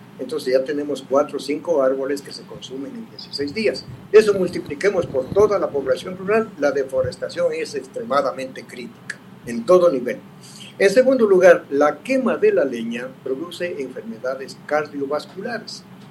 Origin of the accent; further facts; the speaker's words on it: Ecuador; Soy un ciudadano ecuatoriano. Mucho orgullo, mucha honra.